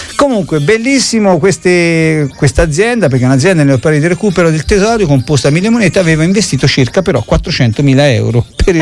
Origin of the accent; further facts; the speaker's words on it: Rome, Lazio, Italy; io non so come si passa a sapere che sono romano